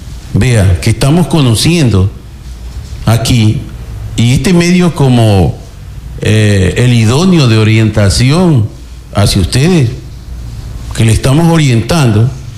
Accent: Ecuador; en nuestra República Ecuador

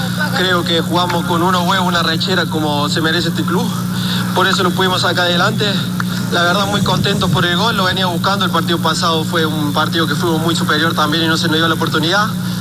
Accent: Argentina; moved away as an adult; now in Guaranda, Ecuador; Mi familia está en Argentina

